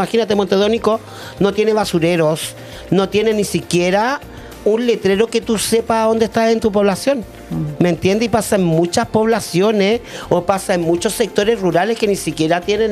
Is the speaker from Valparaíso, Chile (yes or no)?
yes; Valparaíso, Chile; Como buena porteña, yo soy del puerto.